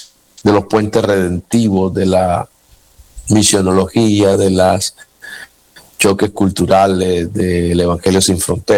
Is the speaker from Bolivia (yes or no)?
no; Barranquilla, Atlántico, Colombia; also born or lived in Cartagena; yo nazco cristiano. Yo soy cartagenero, pero criado en Barranquilla, en el seno de un hogar muy humilde